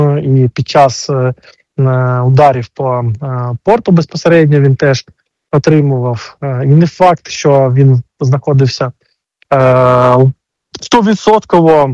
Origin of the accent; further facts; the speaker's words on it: Mykolaiv, Mykolaiv Oblast, Ukraine; в Україні досі стоїть єдиний пам'ятник Макарову у моєму рідному місті Миколаєві.